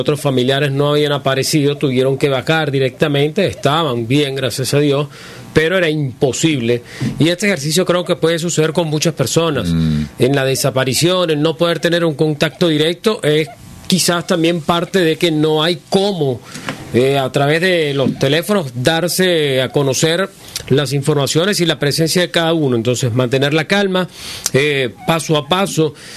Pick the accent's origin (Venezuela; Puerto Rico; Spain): Venezuela; al final somos todos venezolanos